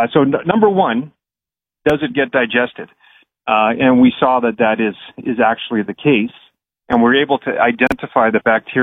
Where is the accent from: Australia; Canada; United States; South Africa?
Canada; West Coast; moved away; I grew up on the West Coast, you know, playing on the beach.